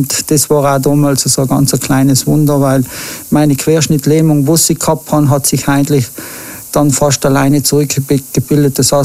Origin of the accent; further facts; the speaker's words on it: Martell, Trentino-Alto Adige, Italy; Ich bin im Martell drin aufgewachsen mit meiner Mama.